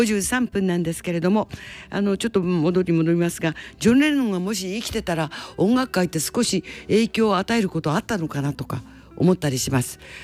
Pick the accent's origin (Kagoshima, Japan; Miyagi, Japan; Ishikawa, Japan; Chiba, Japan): Ishikawa, Japan; Yamanaka; 私は山中出身だから